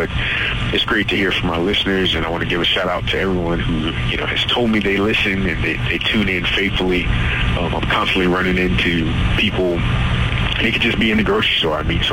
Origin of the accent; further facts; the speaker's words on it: Chesapeake, Virginia, United States; also born or lived in Portsmouth, Virginia; I'm born and raised, actually I was born in Portsmouth, but raised in Chesapeake. I graduated from Indian River High School.